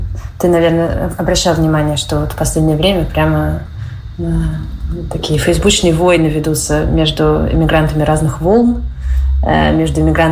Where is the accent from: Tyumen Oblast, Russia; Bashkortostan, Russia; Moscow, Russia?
Moscow, Russia; moved away as an adult; я родилась и выросла в Москве